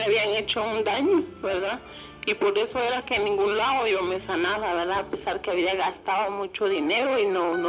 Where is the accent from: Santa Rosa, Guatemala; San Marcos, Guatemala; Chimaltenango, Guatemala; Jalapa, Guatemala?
Santa Rosa, Guatemala; Yo vengo del departamento de Santa Rosa.